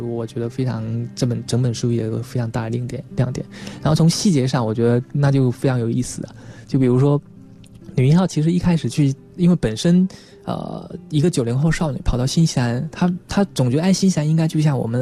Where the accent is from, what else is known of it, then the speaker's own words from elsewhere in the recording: China; 只有我们中国人才会做一些中餐